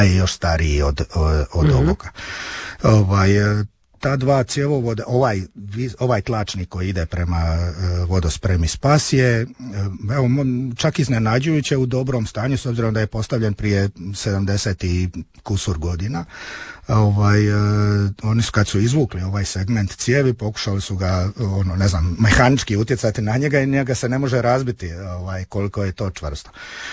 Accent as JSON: {"language": "Croatian", "town": "Vrpolje", "region": "Brod-Posavina County", "country": "Croatia"}